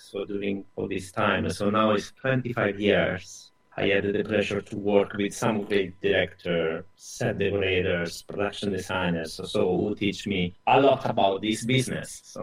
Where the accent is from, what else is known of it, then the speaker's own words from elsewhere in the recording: Lazio, Italy; English is a second language; So I'm from Italy, a very small village in the north of Rome.